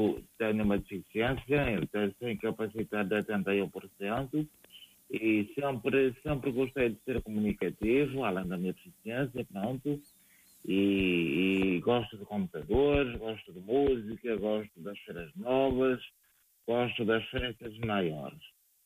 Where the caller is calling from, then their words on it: Castelo de Neiva, Norte, Portugal; Eu sou de Castelo de Neiva.